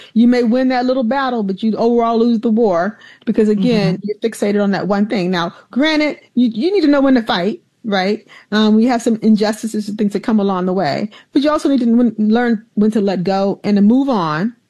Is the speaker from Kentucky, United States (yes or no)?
no; Alabama, United States; So when I was a little girl, like they say, growing up in the South in Alabama, my grandfather built our home that we had from bricks and old houses that had been torn down.